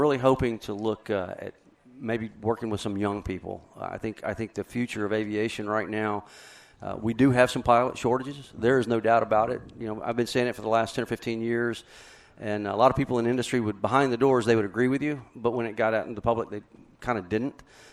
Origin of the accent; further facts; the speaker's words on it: Louisiana, United States; I'm from Louisiana, so that's kind of an interesting mix.